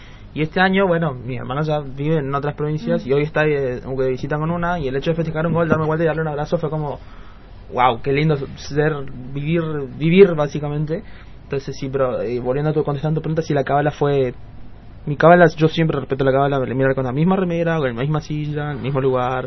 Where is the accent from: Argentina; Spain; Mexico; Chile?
Argentina